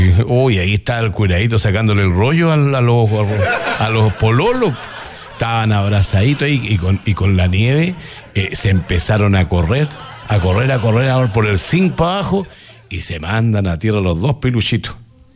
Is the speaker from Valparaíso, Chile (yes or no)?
no; Angol, Araucanía, Chile; Somos de Kidangol